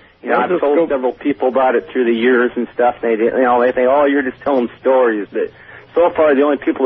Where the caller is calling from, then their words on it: Darrington, Washington, United States; I'm calling from Darrington, Washington.